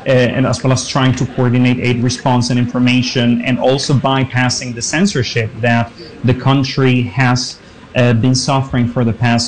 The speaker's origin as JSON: {"language": "English", "town": "Caracas", "region": "Capital District", "country": "Venezuela", "moved": "yes", "lives_now": "Frankfurt, Germany", "said": "I'm from Caracas"}